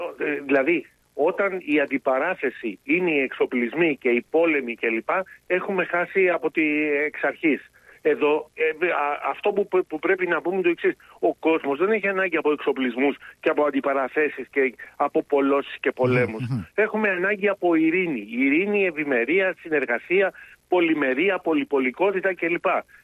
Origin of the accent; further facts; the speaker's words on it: Greece; εμάς εδώ σαν Έλληνες και σαν αριστερούς Έλληνες